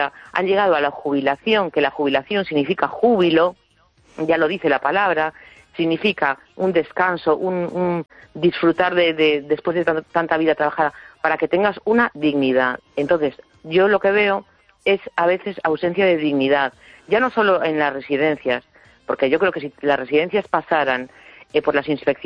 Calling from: A Coruña, Galicia, Spain; de La Coruña.

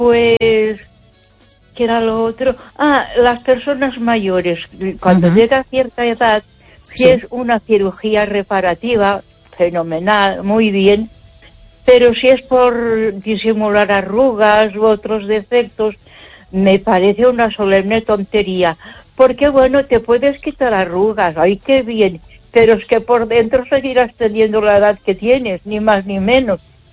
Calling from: Ponferrada, Castile and León, Spain; de Ponferrada.

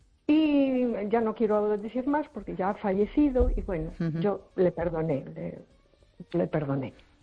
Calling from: A Coruña, Galicia, Spain; de Coruña.

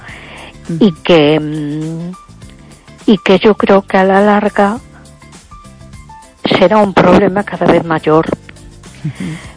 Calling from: A Coruña, Galicia, Spain; de Coruña.

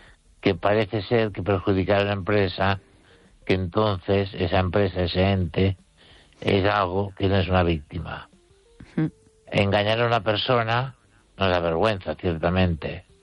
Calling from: Ourense, Galicia, Spain; desde Orense.

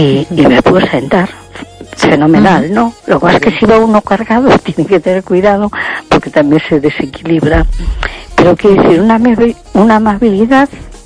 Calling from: A Coruña, Galicia, Spain

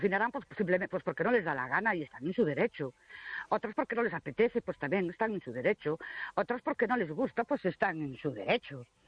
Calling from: Ourense, Galicia, Spain; Buenas noches … de Orense otra vez.

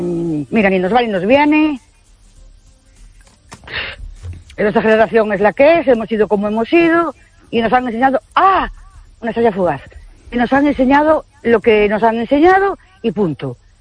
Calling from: Ourense, Galicia, Spain; de Ourense.

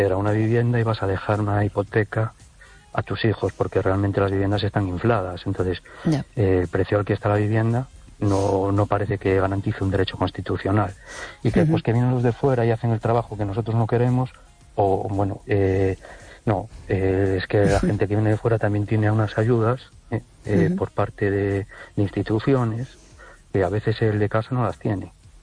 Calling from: Cologne, North Rhine-Westphalia, Germany

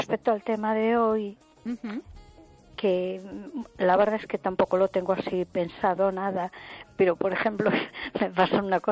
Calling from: A Coruña, Galicia, Spain; Hola, soy … de Coruña.

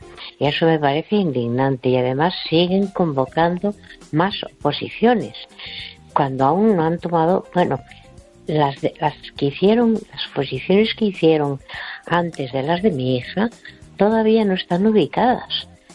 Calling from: Puentedeume, Galicia, Spain; De Puente de Hume

